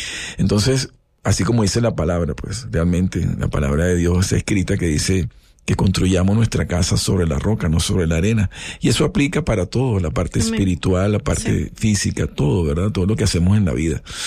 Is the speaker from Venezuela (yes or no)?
yes; Venezuela; moved away; Como venezolano, primero, yo estoy viviendo acá una situación muy difícil también, porque desde acá no puedo ir a abrazar a mis seres queridos, porque tampoco es fácil viajar a Venezuela.